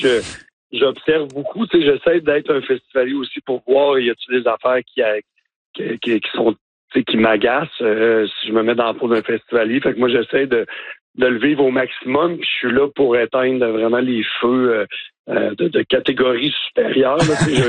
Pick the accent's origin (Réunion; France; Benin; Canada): Canada; Baie-Saint-Paul, Quebec; Moi et Anne-Marie, qui est partie de l'événement avec moi, on est born and raised, là, on est de Baie-Saint-Paul, fait qu'on connaît les gens, puis on sent qu'on a ce devoir-là.